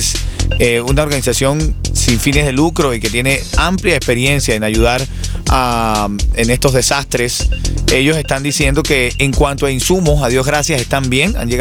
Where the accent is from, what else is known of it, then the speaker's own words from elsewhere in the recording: Venezuela; En mi caso, como venezolano, como ser humano, diría yo, más allá de buscarlo en la nación, súper movido con todo esto de los terremotos en Venezuela.